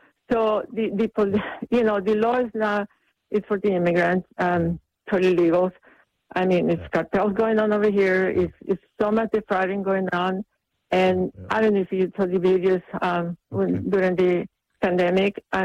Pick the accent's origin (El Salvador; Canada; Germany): El Salvador; English is a second language; also born or lived in Texas / California; now in United States; You know, I'm an immigrant. I'm from Salvador. When I came to America, my cousin asked me to come and help me.